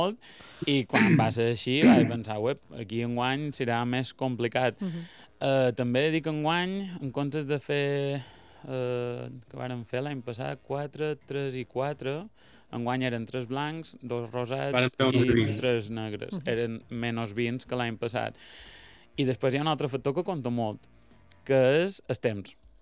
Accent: Santa Maria del Camí, Balearic Islands, Spain; Nosaltres som de Santa Maria.

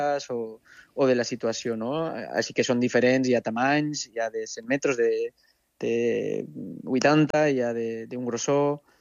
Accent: Jaca, Aragon, Spain

